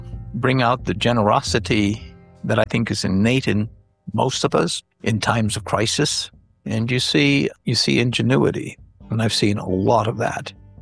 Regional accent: India; moved away; also born or lived in Bay Area, United States / Minnesota, United States; I grew up in India, I grew up in a developing world, and I subsequently grew up in the developed world. I lived in the Bay Area, I lived in Minnesota.

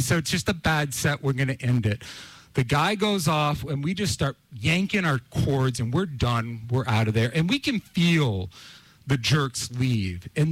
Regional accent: Canada; We're sorry we didn't say anything. We're Canadian.

